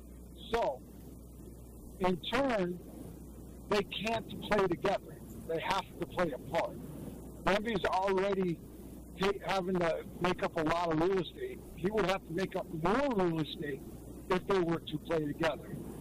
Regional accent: Chicago, Illinois, United States; I'm from Chicago originally. So I'm obviously a Bulls fan.

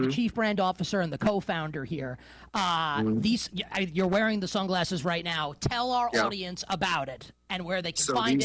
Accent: New York, United States; And look, I'm a New Yorker and I'm a Knicks fan

